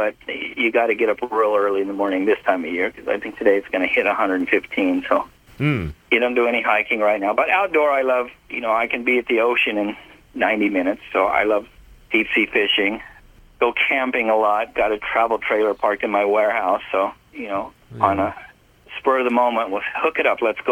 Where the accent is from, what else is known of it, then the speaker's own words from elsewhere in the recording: Bakersfield, California, United States; born there; No, because I was born out here. I was born in Bakersfield.